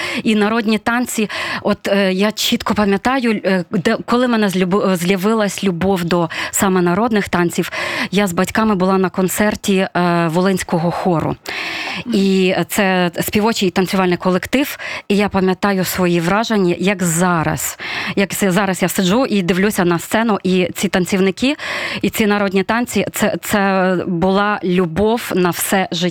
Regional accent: Volodymyrets, Rivne Oblast, Ukraine; moved away as an adult; now in Switzerland; Я родом з Рівненської області і своє дитинство провела в місті Володимирець, а студентські роки вже в місті Рівно, де я навчалася в РДГУ, Рівненський державний гуманітарний університет

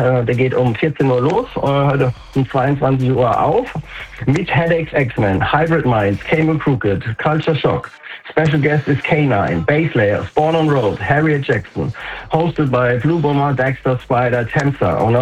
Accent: Heidelberg, Baden-Württemberg, Germany; born there; Ich bin gebürtiger Heidelberger.

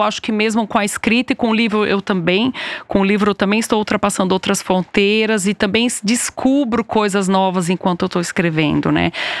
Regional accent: São Paulo, Brazil; moved away as an adult; now in Switzerland; eu venho de São Paulo, como já foi dito, talvez dê para perceber pelo sotaque.

